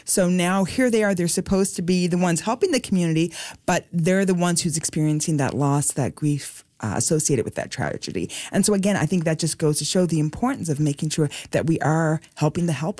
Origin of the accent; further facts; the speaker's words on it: Corner Brook, Newfoundland and Labrador, Canada; moved away as an adult; I'm from Corner Brook, I was raised here and came back after my training.